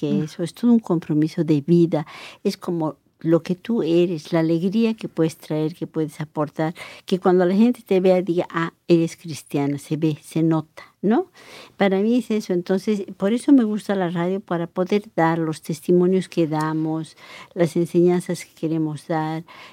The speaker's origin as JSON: {"language": "Spanish", "country": "Bolivia", "moved": "as an adult", "lives_now": "Quebec, Canada", "said": "Mis estudios los hice en mi país, en Bolivia."}